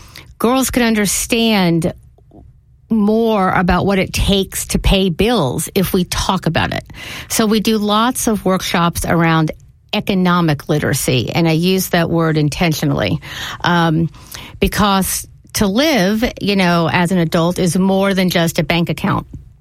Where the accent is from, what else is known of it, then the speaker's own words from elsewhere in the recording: Tulsa, Oklahoma, United States; moved away; I grew up in Tulsa, Oklahoma